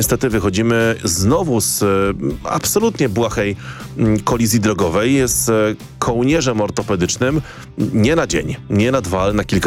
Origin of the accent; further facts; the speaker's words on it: southern Poland, Poland; jak to się mawia w moich stronach na południu